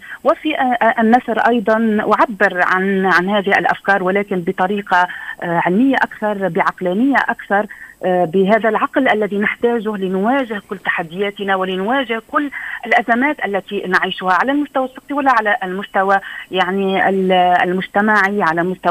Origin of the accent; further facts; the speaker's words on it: Lebanon; بما أنني يعني لبنانية